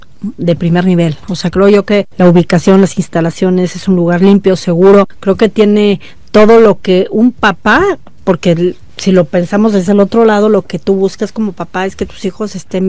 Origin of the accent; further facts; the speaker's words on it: Mexico; Somos mexicanos y ahorita que estamos en el mundial, por todo.